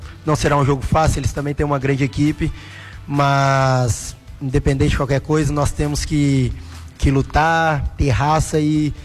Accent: Belo Horizonte, Minas Gerais, Brazil; moved away; eu sou daqui de Belo Horizonte, estava aqui na base

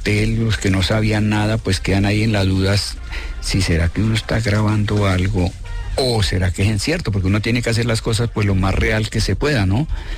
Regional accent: Chaparral, Tolima, Colombia; Y sí, porque yo soy de Chaparral, Tolima.

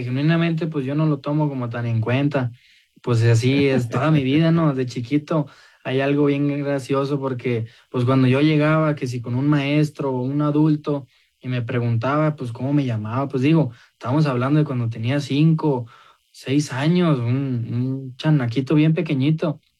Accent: Saltillo, Coahuila, Mexico; born there; es en Coahuila, es en Saltillo, específicamente donde yo nací

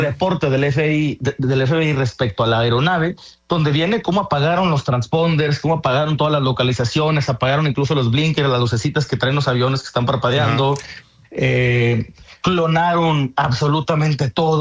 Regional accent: Mexico; Yo tengo mi terruño pues sí, acá del otro, en una esquina de México.

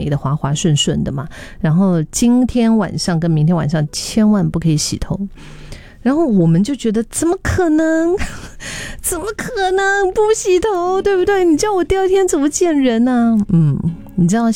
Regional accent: Singapore; 我们新加坡人

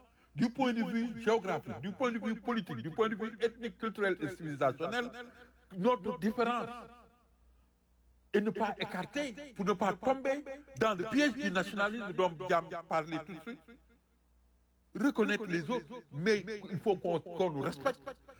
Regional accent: Senegal; en tant que Sénégalais et Noir.

